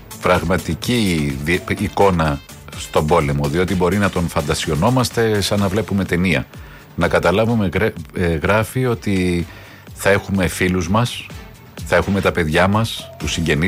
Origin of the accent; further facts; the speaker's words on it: Cyprus; εγώ κατάγομαι από την Κύπρο